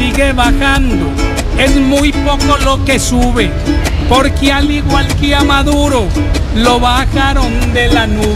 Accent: Antioquia, Colombia; Bueno, no solamente yo, somos los humoristas paisas.

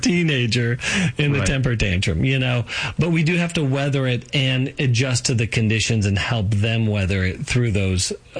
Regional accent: Colorado, United States; So I grew up in Colorado

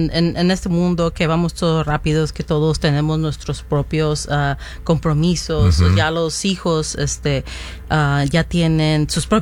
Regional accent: Mexico; moved away; yo soy de México, mi mamá es de Michoacán

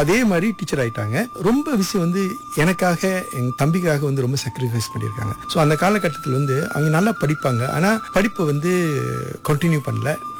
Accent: India; நான் ஒரு இந்தியன் அந்த ஒரு அந்த உணர்ச்சியெல்லாம் வந்து அக்கா தான் கொடுத்தாங்க

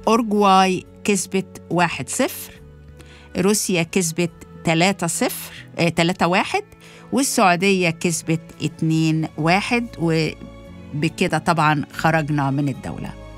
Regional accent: Egypt; أنا فخورة إن أنا أكون مصرية

